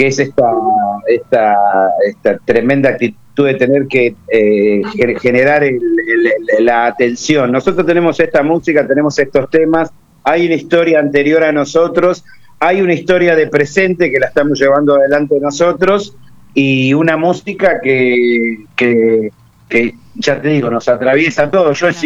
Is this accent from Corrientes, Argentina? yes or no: no; Buenos Aires, Argentina; Yo soy de Capital, ajá. Sí, soy de Capital.